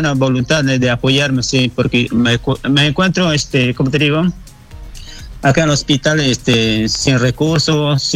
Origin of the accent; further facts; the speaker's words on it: Punchana district, Loreto, Peru; yo soy natural de Nuevo Paraíso, Quebra Polo, Río Momón, pertenece al distrito de Punchana.